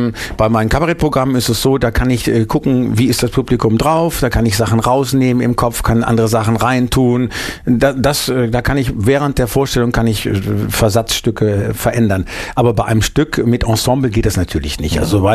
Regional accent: Bielefeld, North Rhine-Westphalia, Germany; dann haben wir eine freie Gruppe gegründet in Bielefeld damals noch, meine Heimatstadt, Ende der 70er.

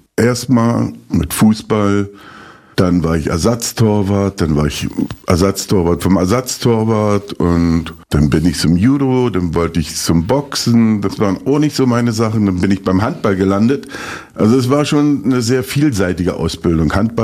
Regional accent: Eisenhüttenstadt, Brandenburg, Germany; born or raised there

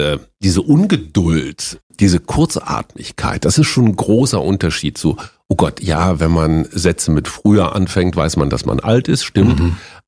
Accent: Münster, North Rhine-Westphalia, Germany; born or raised there

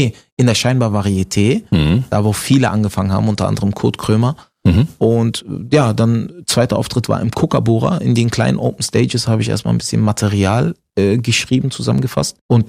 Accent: Berlin, Germany; ich bin ein echter Berliner.

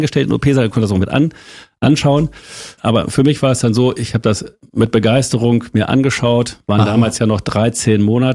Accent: Holthusen, Lower Saxony, Germany; born or raised there

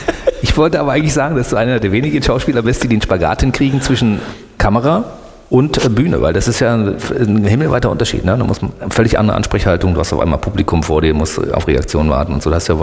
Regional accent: Berlin, Germany; Ich bin gebürtiger Berliner, in Ostberlin, in Kaulsdorf, geboren, aufgewachsen.

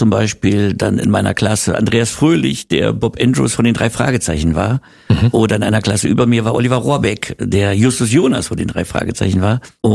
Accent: Berlin, Germany; born or raised there

